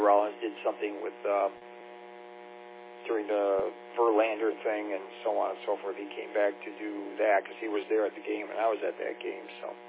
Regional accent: St. Clair Shores, Michigan, United States; my hometown of St. Clair Shores.

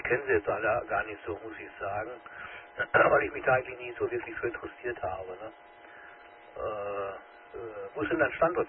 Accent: Beckum, North Rhine-Westphalia, Germany; Weil ich komme hier aus Bechkam, ne?

